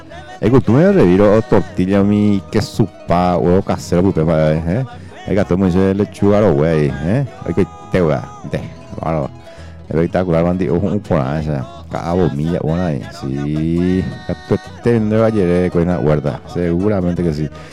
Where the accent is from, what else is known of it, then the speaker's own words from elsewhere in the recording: Paraguay; como buen paraguayo y paraguaya que somos